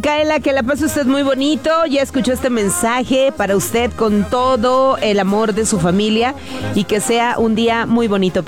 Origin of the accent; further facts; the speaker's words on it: Jalisco, Mexico; A mí me gustaba mucho el Rayo de Jalisco, de mi tierra natal.